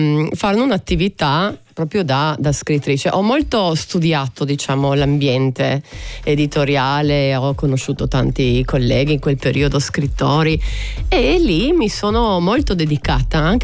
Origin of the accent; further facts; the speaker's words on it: Trieste, Friuli-Venezia Giulia, Italy; accent: Triestine dialect; E poi il triestino, appunto, il mantenimento del nostro dialetto, per me è proprio una sorta di mission.